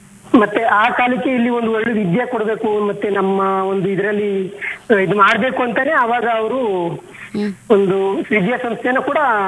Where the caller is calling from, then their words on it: Sigekote, Karnataka, India; ಸೀಗೆಕೋಟೆ ನಮ್ಮ ಊರ ಹೆಸರು. ನಾವು ಕನಕಪುರ ತಾಲೂಕು, ಬೆಂಗಳೂರು ದಕ್ಷಿಣ ಜಿಲ್ಲೆ.